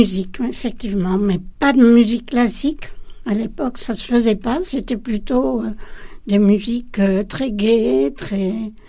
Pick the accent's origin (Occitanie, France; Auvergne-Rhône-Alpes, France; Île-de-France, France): Île-de-France, France; Paris; born there; Je suis née à Paris, dans le 14e.